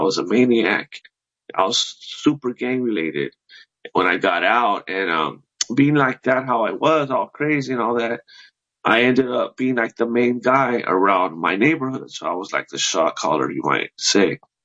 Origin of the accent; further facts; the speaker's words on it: La Puente, California, United States; I'm from La Puente, California.